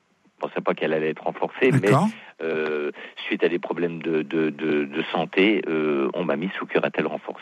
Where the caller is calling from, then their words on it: Nancy, Grand Est, France; Je vous appelle de la région Grand Est.